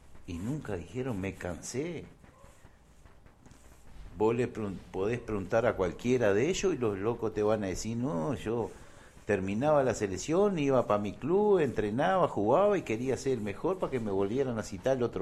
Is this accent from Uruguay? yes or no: yes; Salto, Uruguay; a veces nosotros los salteños quedamos contentos